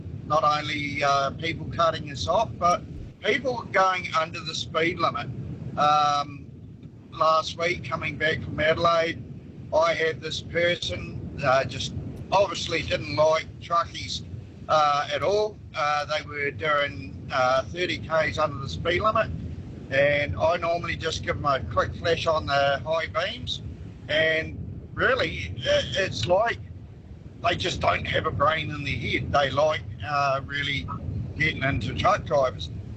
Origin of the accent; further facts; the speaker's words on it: New Zealand; I come from New Zealan